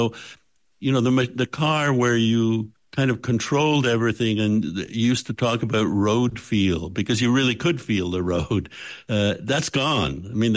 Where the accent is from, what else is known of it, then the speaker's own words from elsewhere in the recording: Canada; I grew up in Canada, which is, of course, very cold